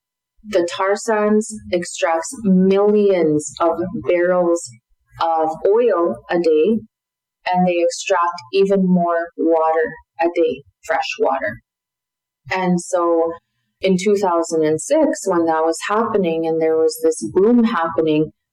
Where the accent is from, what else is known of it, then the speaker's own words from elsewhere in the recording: Kikino Métis Settlement, Alberta, Canada; I'm from Keekanaw Métis Settlement. It's located in northern Alberta in Treaty 6. I say Treaty 6 and Treaty 8 territory because it's kind of in the middle. You don't have to go very far, like half an hour, and you're in Treaty 8 and then in Treaty 6.